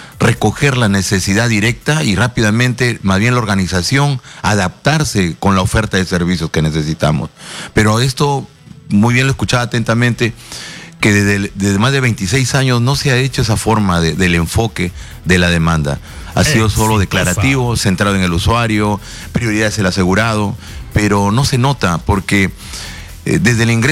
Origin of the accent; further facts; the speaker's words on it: Peru; asumir un reto muy importante como peruano